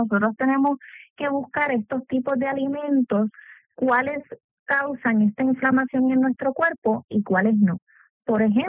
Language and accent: Spanish; Puerto Rico; Somos una población puertorriqueña carnívora